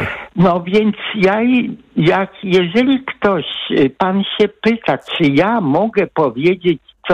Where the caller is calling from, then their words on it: Gdańsk, Pomeranian Voivodeship, Poland; ja mieszkam w Boliwie, a pracuję na głównym mieście